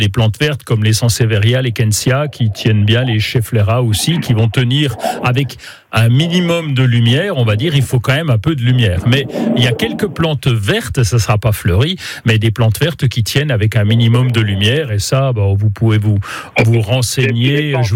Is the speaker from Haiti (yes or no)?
no; Grand Est, France; il s'agit d'une plante gélive et qui risque de ne pas tenir chez nous en Lorraine pendant l'hiver.